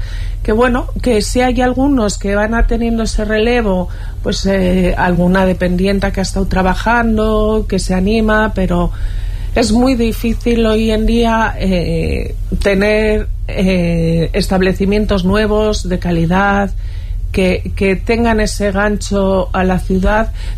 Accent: Zarautz, Basque Country, Spain; Soy de Zarauz.

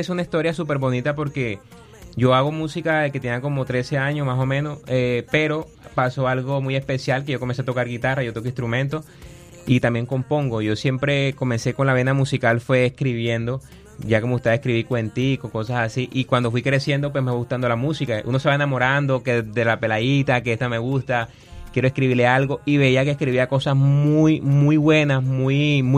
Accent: Barranquilla, Caribbean Region, Colombia; somos costeños

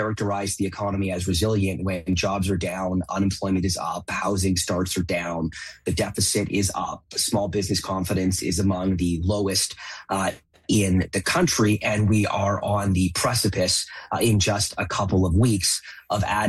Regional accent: Kelowna, British Columbia, Canada; Yeah, I'm from Kelowna, so the wildfire picture certainly makes sense to me as a significant cost.

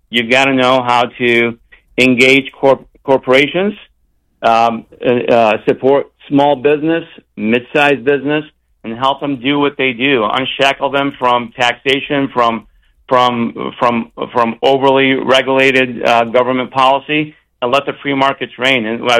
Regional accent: Caro, Michigan, United States; now in Florida, United States; So I was raised in Michigan.

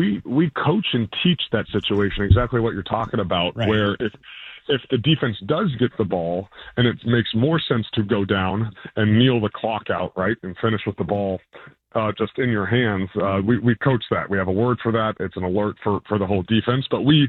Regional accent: Houston, Texas, United States; also born or lived in Stanford, California; I was a kid from Houston, Texas. I had no idea what Bay Area means. Came out to Stanford in like 2008.

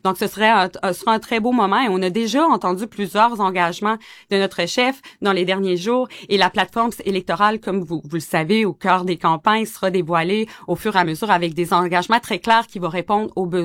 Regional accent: Havre-Saint-Pierre, Quebec, Canada; Donc, c'est pour ça que c'était clair que je voulais revenir chez moi, à Saint-Pierre.

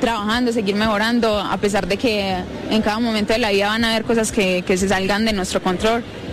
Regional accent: Colombia; las mujeres colombianas somos unas berracas

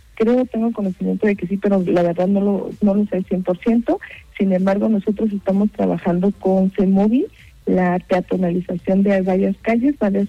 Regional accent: Oaxaca, Mexico; esa calidez que nosotros como oaxaqueños tenemos.

